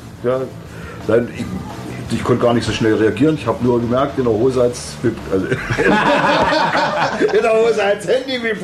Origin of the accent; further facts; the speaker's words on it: Thuringia, Germany; Ich komme ja aus dem Osten, obwohl ich kein Sachse bin. Ich bin Ringer, Thüringer.